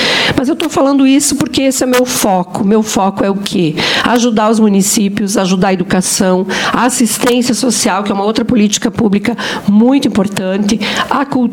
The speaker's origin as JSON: {"language": "Portuguese", "town": "Chapecó", "region": "Santa Catarina", "country": "Brazil", "said": "eu sou da região Oeste, Santa Catarina. Eu sou de Chapecó, aqui bem pertinho."}